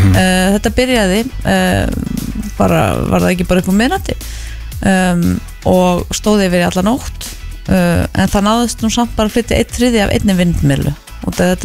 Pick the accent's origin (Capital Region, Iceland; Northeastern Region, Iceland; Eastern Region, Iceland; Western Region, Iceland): Capital Region, Iceland; Kópavogur; við erum Kópavogsbúar